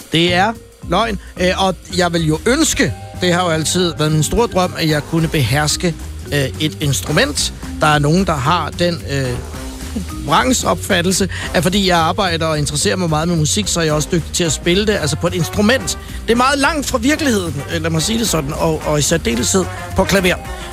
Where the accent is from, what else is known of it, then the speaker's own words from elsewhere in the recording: Virum, Capital Region of Denmark, Denmark; som boede lidt længere hen af Kablevej i Virum, hvor jeg er vokset op.